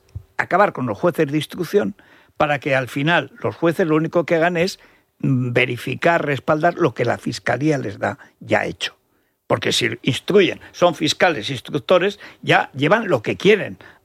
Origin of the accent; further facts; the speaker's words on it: Aragon, Spain; como aragonés soy muy cabezón